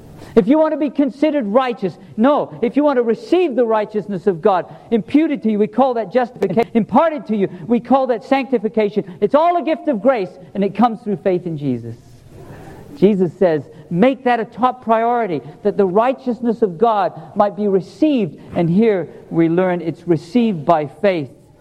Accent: England, United Kingdom; I guess they must have grown up in a monarchy like I did. See, I grew up in England.

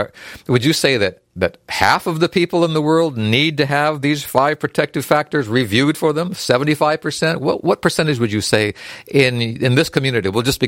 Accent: Berkeley Springs, West Virginia, United States; headquartered right here in Berkeley Springs, my hometown.

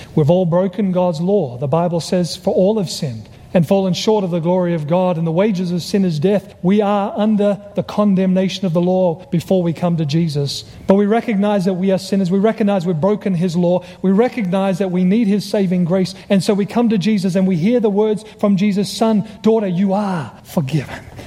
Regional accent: Australia; now in United States; He heard my accent. I was from Australia.

